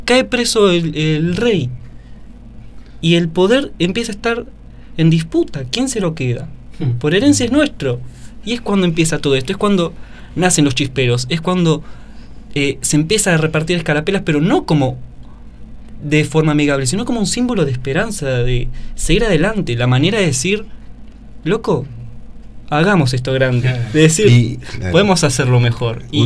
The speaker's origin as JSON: {"language": "Spanish", "country": "Argentina", "said": "qué nos define también como argentinos"}